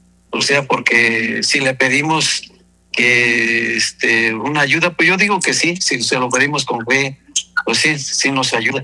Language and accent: Spanish; Yosondúa, Oaxaca, Mexico; now in Mexico City, Mexico; yo vine en 1976 de Yosondúa. A radicar aquí a la Ciudad de México, pero pues llegué a Nesa primero.